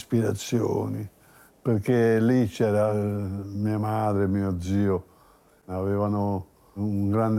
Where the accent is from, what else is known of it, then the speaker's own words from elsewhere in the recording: Rome, Lazio, Italy; born there; Sono nato a Via del Tritone, a Roma.